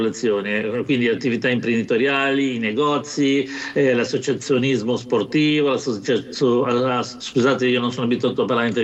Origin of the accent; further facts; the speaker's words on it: Genoa, Liguria, Italy; born there; now in Santa Margherita Ligure, Italy; io sono nato a Genova, ma da 40 anni abito qui a Santa Margherita Ligure.